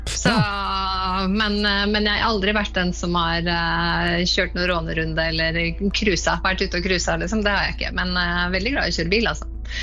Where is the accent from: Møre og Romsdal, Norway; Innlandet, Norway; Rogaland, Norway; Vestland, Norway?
Innlandet, Norway; Hamar; now in Østfold, Norway; Ja, jeg er fra Østlandet, og jeg har vokst opp på Hamar med Kirkebakken som nesten nærmeste nabo og rånerne i Kirkebakken, så nummer én der. Og nå bor jeg i Østfold